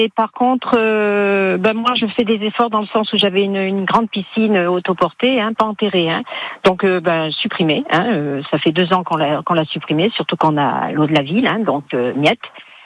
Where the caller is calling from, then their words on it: Beaumont-lès-Valence, Auvergne-Rhône-Alpes, France; Je suis citadine de naissance, mais j'habite à Beaumont-les-Valences.